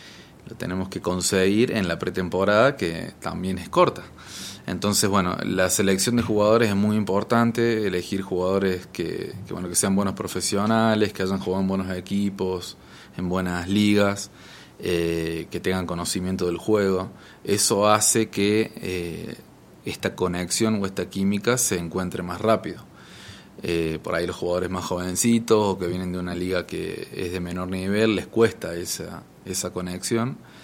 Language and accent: Spanish; Argentina; moved away as an adult; now in Mexico; Yo sí, soy argentino, sí.